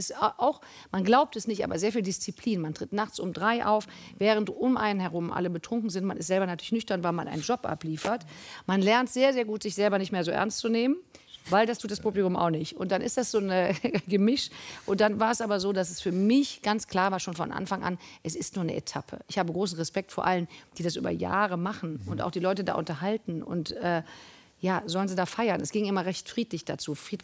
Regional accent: Cologne, North Rhine-Westphalia, Germany; Ich komme zwar aus Köln, aber ich bin total open-minded.

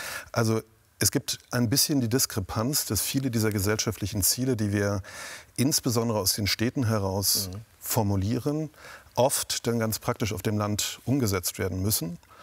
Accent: Mecklenburg-Vorpommern, Germany; Ich komme ja selber aus Mecklenburg

